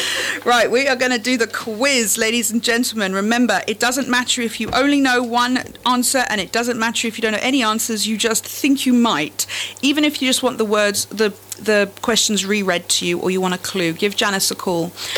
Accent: South Africa; I am also from South Africa.

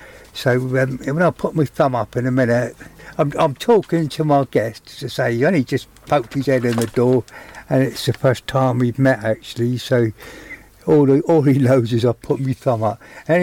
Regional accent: Portsmouth, South East England, United Kingdom; accent: Pompey; Oh, I'm from Portsmouth. I now speak English. I speak Pompey.

